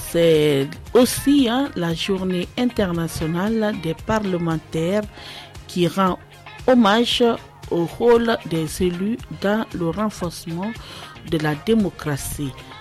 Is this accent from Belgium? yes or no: no; Guinea; chez nous en Guinée